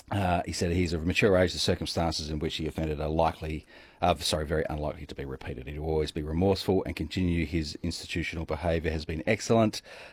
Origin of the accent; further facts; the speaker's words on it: Ardrossan, South Australia, Australia; So well done to Big Sauce from Ardrossan, obviously my hometown as well.